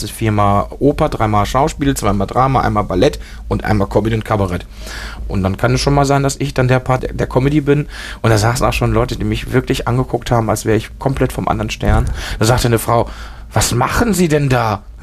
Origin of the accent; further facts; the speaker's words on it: Germany; born there; first language Spanish; German is a second language; also born or lived in Spain; Also ich bin hier geboren in Deutschland. Als ich ein halbes Jahr alt war, meine Eltern sich getrennt. Und dann ist meine Mutter mit uns Kindern nach Spanien. Und da bin ich erstmal eingeschult worden und habe erstmal nur Spanisch gesprochen.